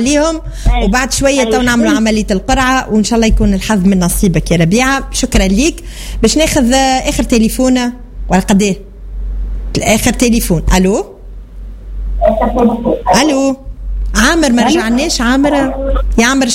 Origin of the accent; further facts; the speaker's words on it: Sfax, Sfax Governorate, Tunisia; احنا الكلنا من صفاقس وكنا ولاد تونس